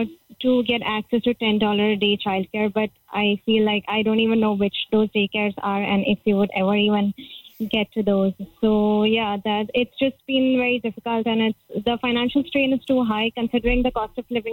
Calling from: Summerlin, British Columbia, Canada; I am just calling from Summerlin, BC.

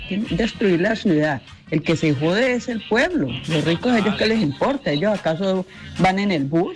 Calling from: Cali, Valle del Cauca, Colombia; yo soy de Cali

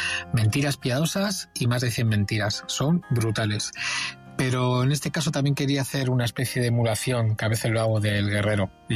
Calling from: Madrid, Community of Madrid, Spain; de Madrid.

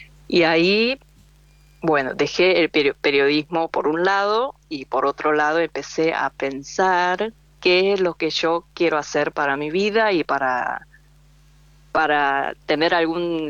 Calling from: Escobar, Buenos Aires Province, Argentina; Acá saludo desde Escobar.

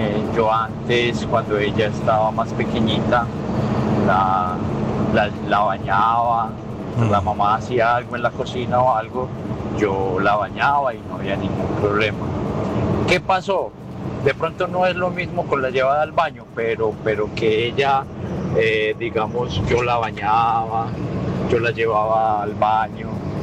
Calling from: Barranquilla, Atlántico, Colombia; Le hablo desde Barranquilla.

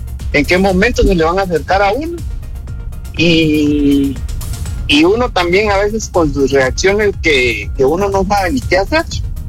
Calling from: Guatemala; nosotros como guatemaltecos

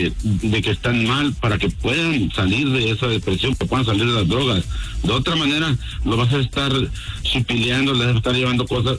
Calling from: Arizona, United States; De aquí de Arizona.

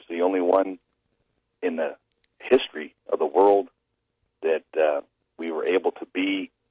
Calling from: Columbiana, Ohio, United States; Hey, I'm reporting in, well, I'm reporting in from Columbiana.

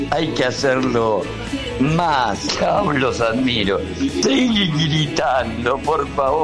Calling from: Buenos Aires, Argentina; de Villa Luro.

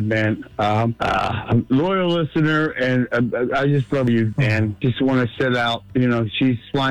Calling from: Pottstown, Pennsylvania, United States; I'm from Pottstown

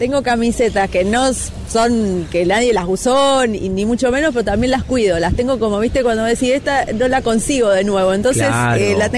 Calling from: Rosario, Santa Fe, Argentina

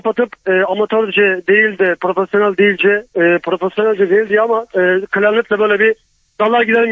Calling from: Menderes, İzmir, Turkey; İzmir Menderes'ten …

